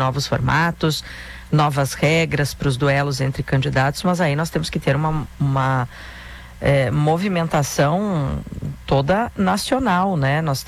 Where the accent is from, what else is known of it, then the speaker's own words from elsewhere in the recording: Brazil; nós, como brasileiros, eleitores